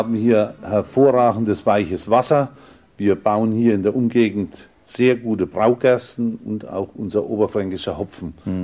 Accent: Schwarzbach, Thuringia, Germany; born there; now in Lichtenberg, Germany; ich stamme aus dem Südthüringer Raum, genau in Schwarzbach bei Eisfeld.

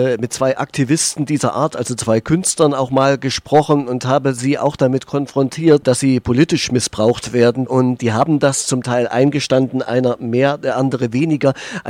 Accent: East Germany, Germany; als Ostdeutscher

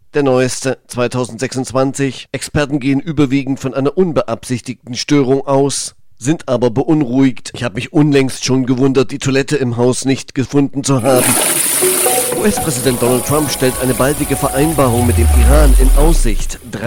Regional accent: Thuringia, Germany; Ich komme ja aus Thüringen.

